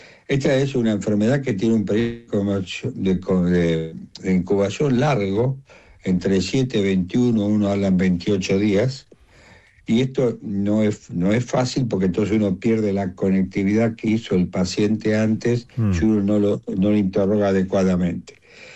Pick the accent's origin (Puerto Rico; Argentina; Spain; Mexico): Argentina; yo soy el primer argentino de la familia.